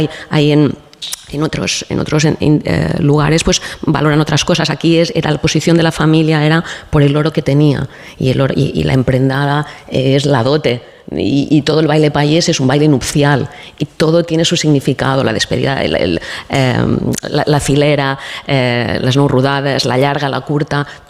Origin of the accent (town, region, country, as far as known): Ibiza, Balearic Islands, Spain